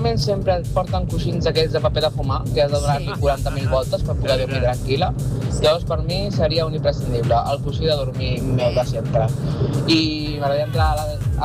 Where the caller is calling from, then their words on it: Barcelona, Catalonia, Spain; de Barcelona.